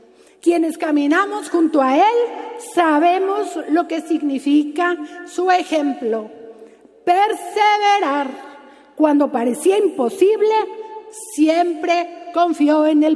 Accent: Mexico; Hoy más que nunca somos orgullosamente mexicanos.

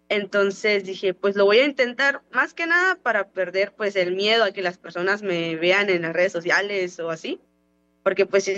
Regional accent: Oaxaca, Mexico; yo le dije que soy de Oaxaca

